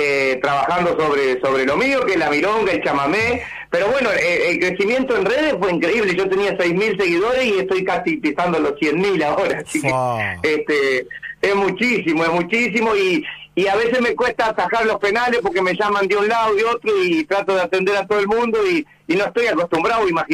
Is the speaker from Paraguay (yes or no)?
no; Santa Fe, Argentina; moved away as an adult; now in Santa Rosa, Argentina; yo soy santafesino, yo soy, digamos, medio... Me adoptó La Pampa hace 15 años que vivo acá